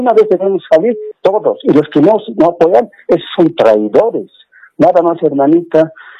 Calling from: La Paz, Bolivia; Aquí le hablo de la ciudad de La Paz.

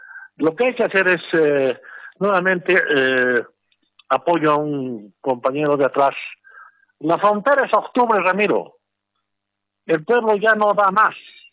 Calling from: El Alto, La Paz, Bolivia; del Alto.

